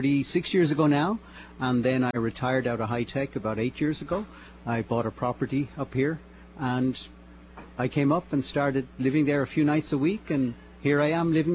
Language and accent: English; Dublin, Leinster, Ireland; No, I'm from Dublin.